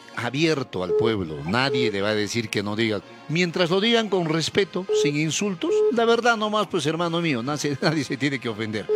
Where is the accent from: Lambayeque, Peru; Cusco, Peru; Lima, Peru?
Cusco, Peru; Yo no soy quillabambino, pero siento como cusqueño y como peruano